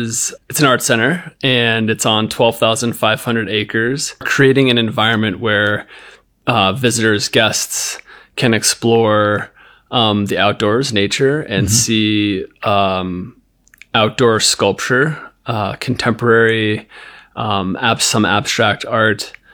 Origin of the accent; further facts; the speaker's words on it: Colorado, United States; born or raised there